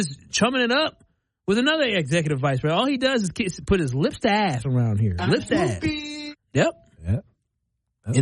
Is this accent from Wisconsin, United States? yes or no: yes; Milwaukee, Wisconsin, United States; Because I'm from Milwaukee.